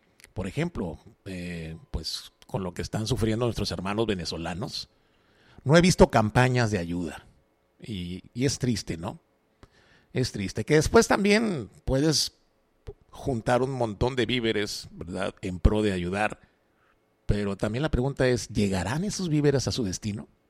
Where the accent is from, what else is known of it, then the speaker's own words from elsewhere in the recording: Monterrey, Nuevo León, Mexico; moved away as an adult; now in Los Mochis, Mexico; directamente de Monterrey, Nuevo León, ya con 9 años viviendo aquí en Los Mochis, ya con papeles sinaloenses, ya con la green card, obviamente sellada y oficializada de que ya soy también ciudadano sinaloense, pero soy regio.